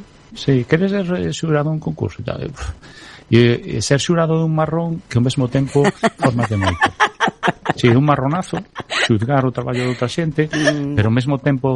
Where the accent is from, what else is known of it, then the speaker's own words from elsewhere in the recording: Ferrol, Galicia, Spain; now in Narón, Spain; Eu son de Ferrol